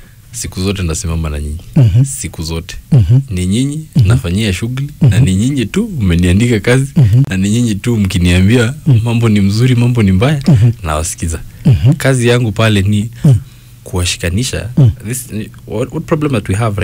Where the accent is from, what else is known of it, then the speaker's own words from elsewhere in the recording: Kajiado County, Kenya; mimi ni wa Kajiado North